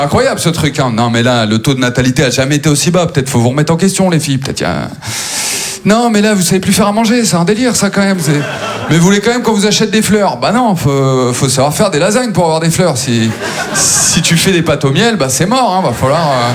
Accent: Maubeuge, Hauts-de-France, France; J'ai grandi à Maubeuge, c'est la 7e ville la plus pauvre de France, voilà, parce qu'ils ont fait un classement les bâtards.

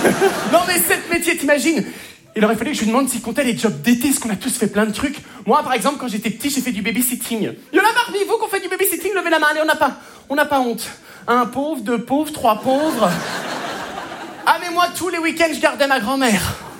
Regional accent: Hauts-de-France, France; Vous savez que chez moi dans le Nord c'est une tradition, hein.

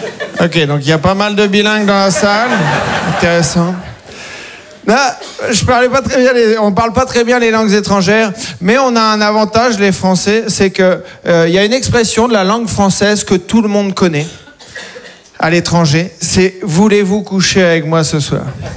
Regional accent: Caen, Normandy, France; also born or lived in Paris; Et moi, je viens de Caen, j'ai habité 10 ans à Paris, et là, je viens de déménager en banlieue.

